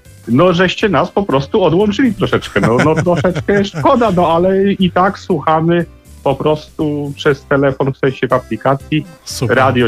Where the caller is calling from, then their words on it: Gdańsk, Pomeranian Voivodeship, Poland; z Gdańska dzwoni.